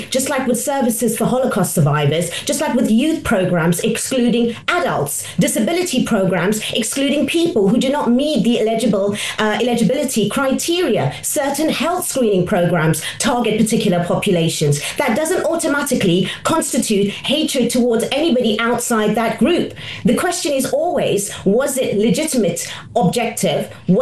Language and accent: English; South Africa; I am born and raised in South Africa.